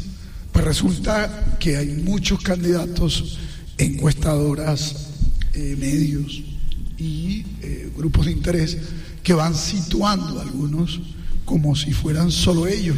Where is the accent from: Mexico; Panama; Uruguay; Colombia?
Colombia; Santa Marta, Magdalena; also born or lived in Aracataca; yo nací en Santa Marta, soy criado en, nací en Aracataca, criado en Santa Marta, hijo de una madre trabajadora que fue muchos años empleada doméstica, aseadora, de un hospital público, de un maestro, viví en barrios populares